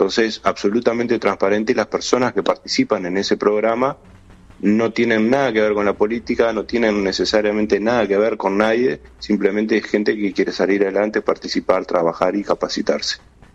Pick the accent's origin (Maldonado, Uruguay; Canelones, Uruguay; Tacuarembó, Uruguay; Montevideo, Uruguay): Montevideo, Uruguay; born there